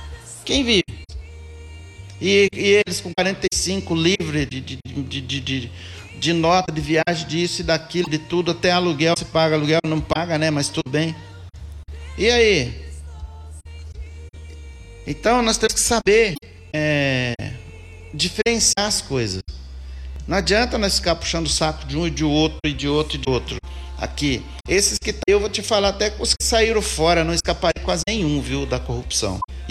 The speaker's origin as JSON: {"language": "Portuguese", "country": "Brazil", "said": "eu sou uma pessoa que eu sou brasileiro."}